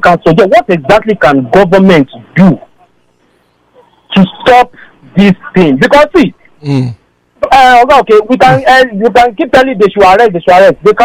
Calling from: Lagos, Nigeria; on the line. I'm calling from Akoka.

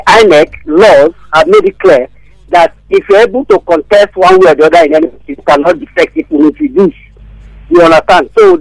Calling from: Abaranje, Ikotun, Lagos, Nigeria; I'm calling from Abaraje, Ikoti.

